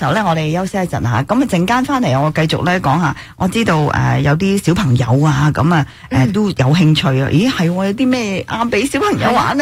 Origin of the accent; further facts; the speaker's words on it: Hong Kong; 鸡蛋仔咧，对我哋香港人嚟讲就熟悉啦。